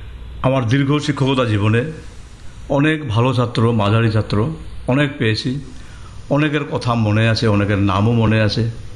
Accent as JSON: {"language": "Bangla", "town": "Kailashahar", "region": "Tripura", "country": "India", "tie": "born or raised there", "said": "চণ্ডীপুর গ্রাম, যেটা আমরা বলি মনো নদীর পশ্চিম পার, সেখানে চণ্ডীপুর গ্রামে আমার শৈশব কেটেছে। শৈশব কি, আমার কৈশোর যৌবন সবই কেটেছে চণ্ডীপুর গ্রামে, কৈলাসের অন্তর্গত চণ্ডীপুর গ্রামে।"}